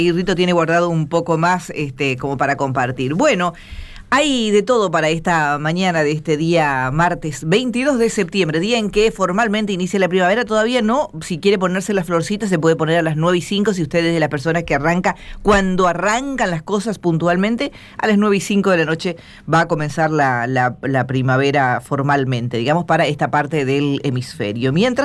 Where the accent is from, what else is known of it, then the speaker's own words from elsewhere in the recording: Corrientes, Argentina; ¿Cómo somos los correntinos?